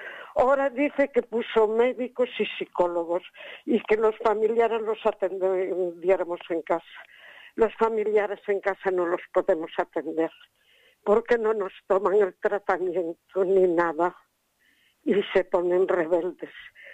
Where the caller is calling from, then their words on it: Pontevedra, Galicia, Spain; Desde Pontevedra.